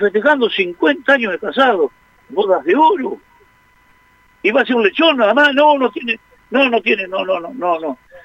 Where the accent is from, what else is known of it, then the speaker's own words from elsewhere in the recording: General Madariaga, Buenos Aires Province, Argentina; Viste cómo somos los madariaguenses